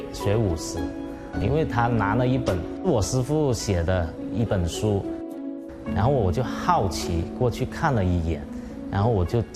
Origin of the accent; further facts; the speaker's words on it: Hong Kong; moved away as an adult; now in Pingshan, China; 我从小在平山出生，然后去香港读小学，一直到高中。